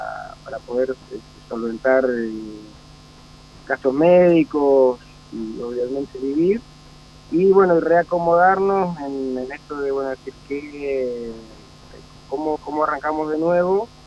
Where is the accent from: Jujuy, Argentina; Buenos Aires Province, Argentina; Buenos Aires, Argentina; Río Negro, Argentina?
Río Negro, Argentina; Ingeniero Huergo